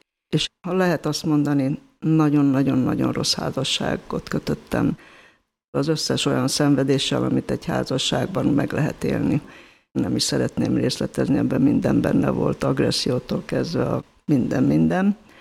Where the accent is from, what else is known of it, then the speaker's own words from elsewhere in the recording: Budapest, Hungary; Egyedüli gyermek vagyok, viszont nagy családban nőttem fel, a nagyszüleimmel együtt éltünk 15. kerületben Rákospalotán, egy családi házban, édesanyámék szüleivel éltünk együtt